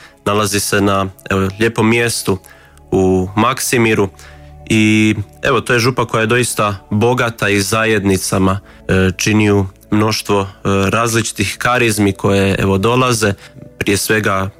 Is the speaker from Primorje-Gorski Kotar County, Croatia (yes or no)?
no; City of Zagreb, Croatia; Pa evo, ja dolazim iz Brestija koje je dosta, možemo reći, na periferiji grada i vidi se da je i mentalitet ljudi, vjernika, drugačiji od onoga u samom centru.